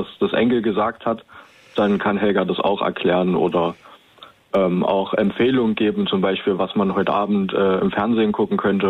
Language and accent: German; Leipzig, Saxony, Germany; Nee, also wir kommen aus Leipzig. Wir sind tatsächlich also in Ostdeutschland zugange.